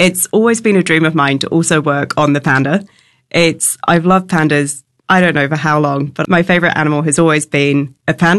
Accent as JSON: {"language": "English", "country": "New Zealand", "tie": "born or raised there", "said": "I grew up in New Zealand in Aotearoa"}